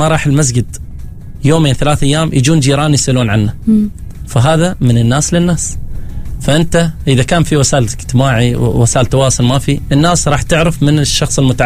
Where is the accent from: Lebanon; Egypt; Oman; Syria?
Oman; لأن حتى أنا كعماني وتابع أصحابي المشاهير ما أشوف في تغطية كبيرة للسياحة إلا لظفار،